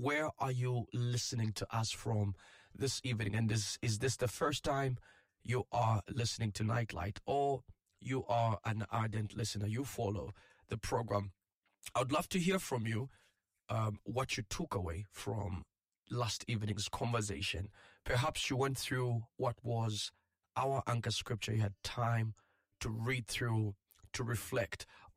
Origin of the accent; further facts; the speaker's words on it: Zambia; But for us Zambians